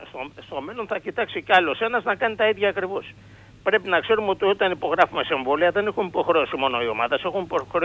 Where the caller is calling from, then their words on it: Piraeus, Attica, Greece; από Πειραιά.